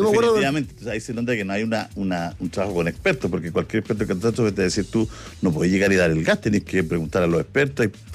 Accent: Concepción, Biobío, Chile; nosotros dos vivimos, somos de Concepción, el terremoto del 2010.

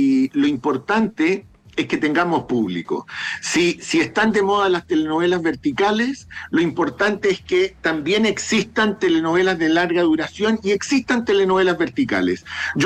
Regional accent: Chile; Somos chilenas y chilenos y tenemos que cuidar nuestra historia audiovisual.

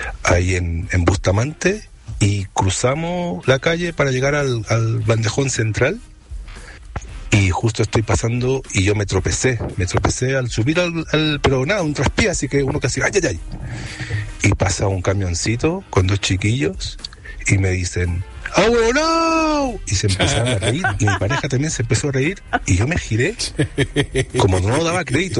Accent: Catalonia, Spain; moved away as an adult; now in Santiago, Chile; yo soy catalán, pero llevo acá como desde el 2012, ya 14, 15 años.

